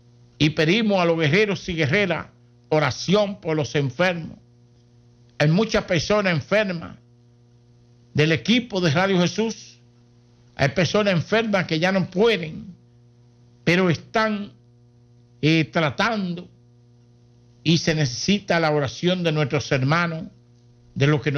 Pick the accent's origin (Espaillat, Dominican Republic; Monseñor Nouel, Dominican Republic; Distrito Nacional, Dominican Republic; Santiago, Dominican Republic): Espaillat, Dominican Republic; Moca; born there; esa comunidad donde yo nací, en Amaseye Santa Eduiges, Amaseye Moca